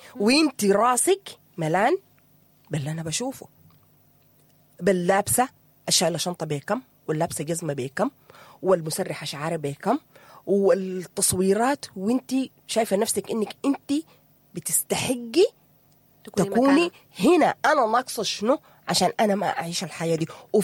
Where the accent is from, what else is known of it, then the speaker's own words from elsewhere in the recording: Sudan; واقعنا نحن كسودانيين